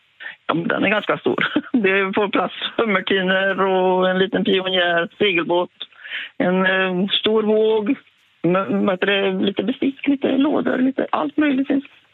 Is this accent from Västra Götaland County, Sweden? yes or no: yes; Koster, Västra Götaland County, Sweden; now in Strömstad, Sweden; Men sen är jag född och uppväxt här ute. Jag bor i Strömstad emellan.